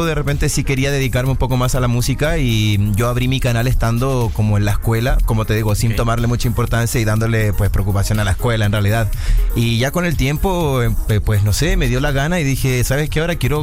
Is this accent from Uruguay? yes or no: no; Chile; moved away as an adult; now in Mexico City, Mexico; soy un cantante de Chile que básicamente ahora está viviendo en Ciudad de México y ya llevo casi un año viviendo acá.